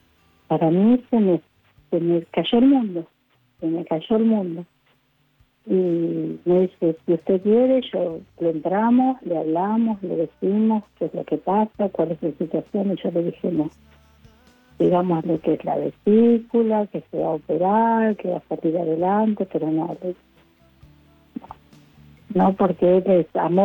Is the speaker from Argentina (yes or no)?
yes; Misiones, Argentina; nosotros somos de Misiones.